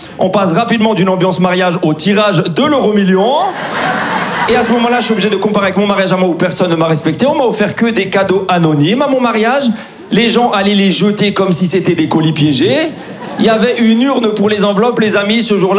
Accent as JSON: {"language": "French", "region": "Grand Est", "country": "France", "tie": "born or raised there", "said": "j'ai grandi en Alsace avec la forte présence de la communauté turque."}